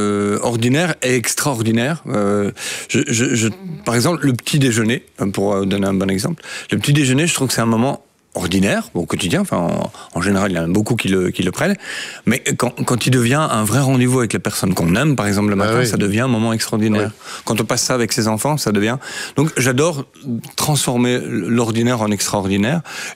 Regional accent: Strépy-Bracquegnies, Wallonia, Belgium; moi, je suis de Strepy-Bracny et j'ai toujours vécu avec beaucoup d'amis calabrais et siciliens, surtout. Et donc, j'ai cette double culture, parce que j'ai grandi avec eux, j'étais chez la nonna, chez les zio, et aller les chercher. J'entendais parler sicilien, qui pour moi était de l'italien, donc je parle sicilien.

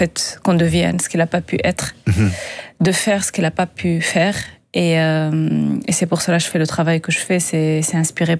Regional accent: Agadir, Souss-Massa, Morocco; born there; Moi, je suis née au Maroc, au Sud du Maroc, à Agadir.

